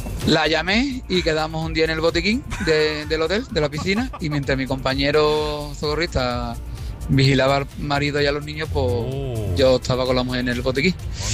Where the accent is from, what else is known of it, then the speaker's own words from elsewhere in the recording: Isla Cristina, Andalusia, Spain; soy de Isla Cristina, de Huelva.